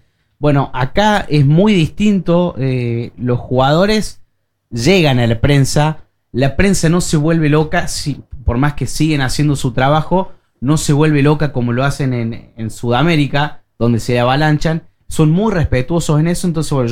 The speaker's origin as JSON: {"language": "Spanish", "town": "Río Cuarto", "region": "Córdoba", "country": "Argentina", "moved": "as an adult", "lives_now": "Oslo, Norway", "said": "periodista deportivo, vengo de Río Cuarto, Córdoba, llegué acá a Oslo hace 3 años. Como todo argentino, me encanta el fútbol"}